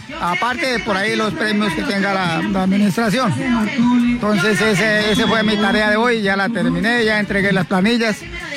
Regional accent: Tibaná, Boyacá, Colombia; also born or lived in Jenesano; soy de Tibaná y hago parte también aquí de Genesano, porque mi padre era aquí de Genesano y mi mamá de Tibaná, entonces yo ya llevo aquí unos 40 años vinculado en Genesano, pero vivo en Tibaná.

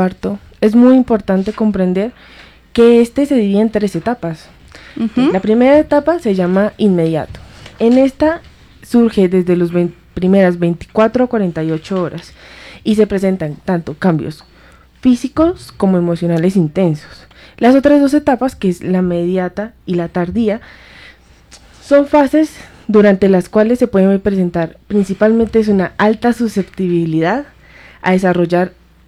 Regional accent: Colombia; nuestro propio país Colombia

